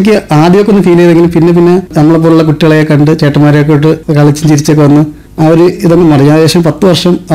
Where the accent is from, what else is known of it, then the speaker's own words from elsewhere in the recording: Kerala, India; സ്വദേശം വർക്കല നെടുങ്കണ്ടം എന്ന് പറയുന്ന സ്ഥലത്ത്.